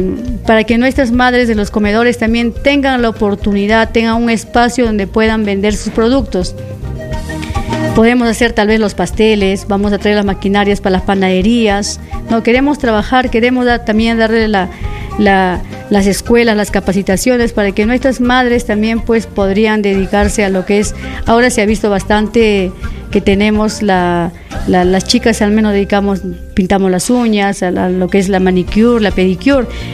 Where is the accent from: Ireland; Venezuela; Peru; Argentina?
Peru; Huanta, Ayacucho; no porque soy de Huanta